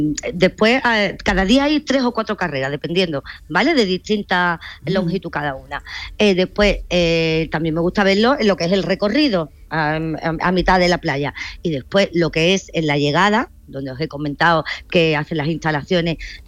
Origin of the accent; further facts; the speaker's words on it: Seville, Andalusia, Spain; Bueno, perdona, yo soy de Sevilla.